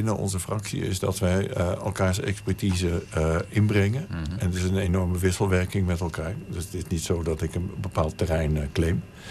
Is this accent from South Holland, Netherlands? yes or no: no; Amersfoort, Utrecht, Netherlands; also born or lived in Amsterdam; En toen ben ik, toen 3 was, verhuisd naar Amersfoort. En okay. Daar heb ik mijn jeugd doorgebracht. Daar ben ik gaan studeren in Wageningen.